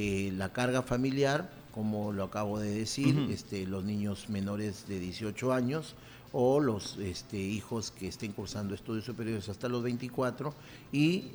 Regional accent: Chiclayo, Lambayeque, Peru; born there; yo nací aquí en Chiclayo, ya, pero siempre tengo las costumbres por el tema de que mis abuelos, mi bisabuelo, uh-huh. la familia, todos son de allá

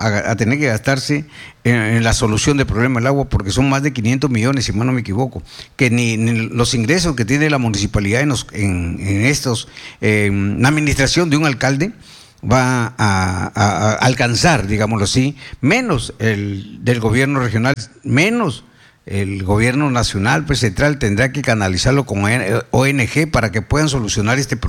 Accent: Lobitos, Piura, Peru; Yo estuve, por ejemplo, el día 29 en Lobitos, mi pueblo, como lo dice don Arimendis, nací en Lobitos

